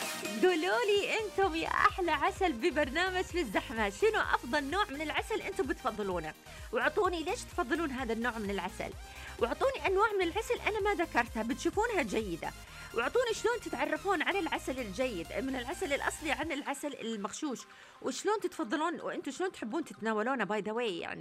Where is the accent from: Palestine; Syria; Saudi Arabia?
Saudi Arabia; عندنا في السعوديه، في المملكه العربيه السعوديه